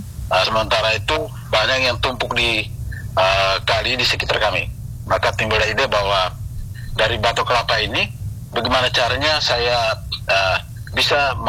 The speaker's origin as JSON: {"language": "Indonesian", "area": "Wewaria district", "region": "East Nusa Tenggara", "country": "Indonesia", "said": "Saya berasal dari Desa Mogusaki, Kecamatan Wawaria, Kabupaten ND."}